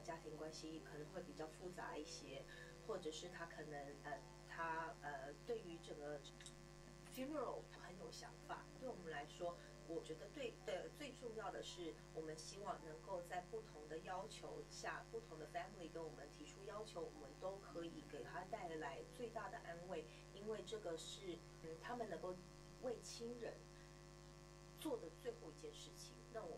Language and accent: Chinese; Australia; also born or lived in Taiwan; 我是台湾出生但是在澳洲长大的